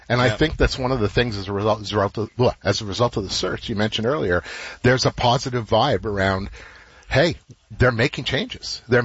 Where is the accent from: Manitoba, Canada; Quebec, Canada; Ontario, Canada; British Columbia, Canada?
Quebec, Canada; Montreal; Yes, I grew up in Montreal as a Habs fan